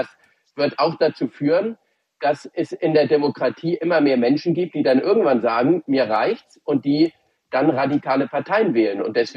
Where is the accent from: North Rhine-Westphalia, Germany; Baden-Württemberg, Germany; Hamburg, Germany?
Hamburg, Germany; also ich komme ja nicht aus Bayern, sondern bin Hamburger Jung